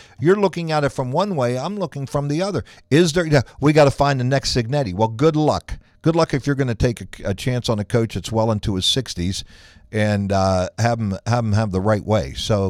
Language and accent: English; Midwest, United States; When he said that, because we're from the Midwest, we don't have a hype machine.